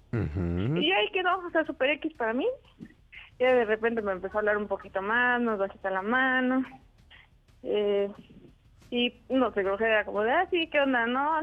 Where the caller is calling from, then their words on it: Mexico City, Mexico; Soy de la Ciudad de México y tengo 28 años.